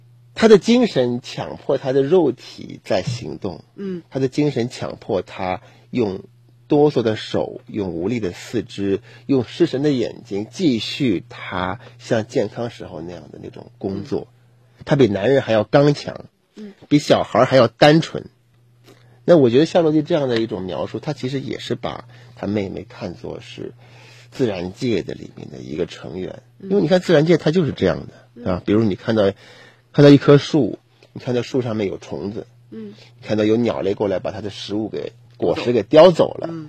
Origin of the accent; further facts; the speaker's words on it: China; 我们中国人以前都那看几本书嘛